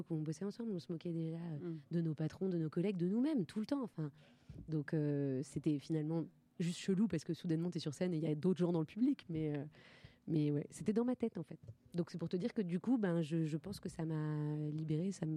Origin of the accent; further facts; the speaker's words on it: Dijon, Bourgogne-Franche-Comté, France; Je viens de Dijon.